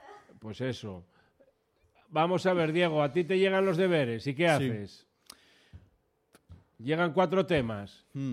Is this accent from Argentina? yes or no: no; Asturias, Spain; Bien, oh. Se note que somos asturianos, hombre.